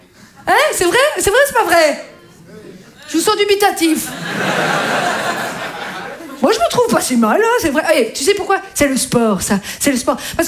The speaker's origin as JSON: {"language": "French", "country": "Belgium", "said": "Oui, je suis belge aussi, oui."}